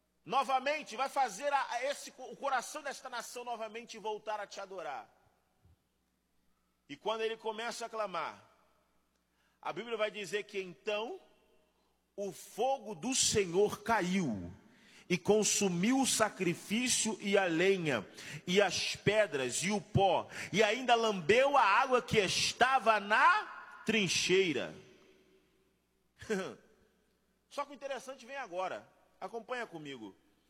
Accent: Rio de Janeiro, Brazil; Talvez você que não saiba, eu sou do Rio de Janeiro.

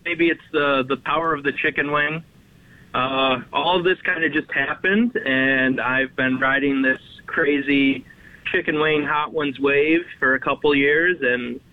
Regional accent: Buffalo, New York, United States; moved away; Because I love my hometown

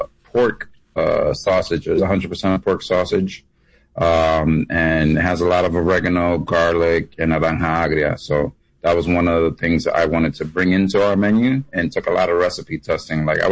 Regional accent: New York, United States

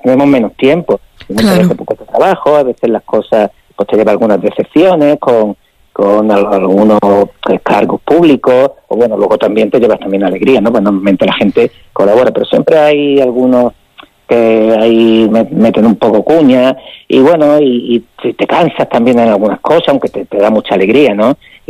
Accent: Melilla, Spain; yo soy de Melilla y he estado toda la vida aquí, menos el tiempo que estuve estudiando la carrera y un par de años que trabajé fuera, toda mi vida acá en Melilla

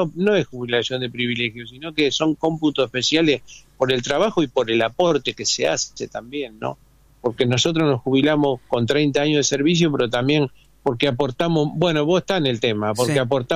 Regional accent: Rosario, Santa Fe, Argentina; born there; now in near San Lorenzo, Argentina; Yo nací en Rosario.

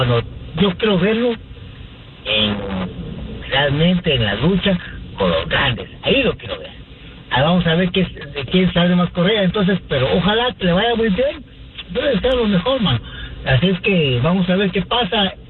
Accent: Guatemala; Porque yo estoy casado con una mexicana. Yo soy guatemalteco y mis hijos son mexicanos, guatemaltecos y estadounidenses.

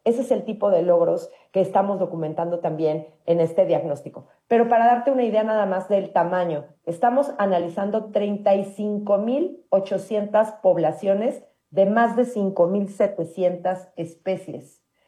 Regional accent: Mexico; Somos pandas mexicanas y mexicanos trabajando con la playera bien puesta por nuestra naturaleza.

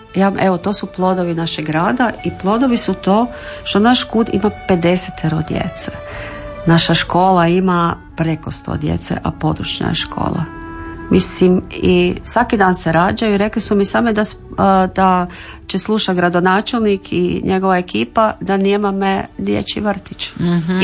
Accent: Slatina, Virovitica-Podravina County, Croatia; moved away; ja sam rođena u Virovitici, ali on je baš Virovitičanin, a ja sam zapravo iz Slatine, iz jednog najljepšeg sela u Slavoniji koje se zove Nova Bukavica.

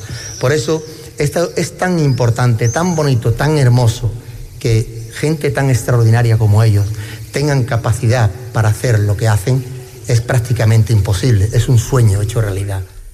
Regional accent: Espartinas, Andalusia, Spain; yo que venía de mi pueblo, de Espartina, en el autobús

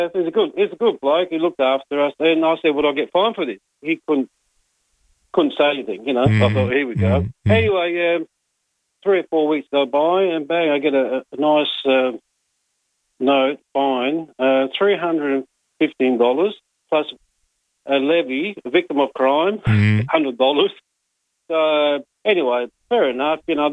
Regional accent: Italy; now in Australia; We come from Italy, about 55, clocking about 60 years.

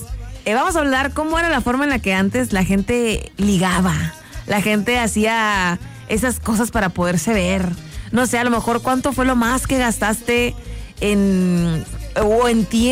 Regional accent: Mexico

